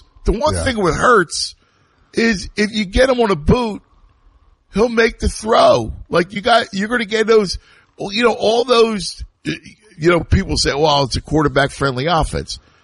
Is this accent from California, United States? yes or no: no; Philadelphia, Pennsylvania, United States; obviously I'm from Philadelphia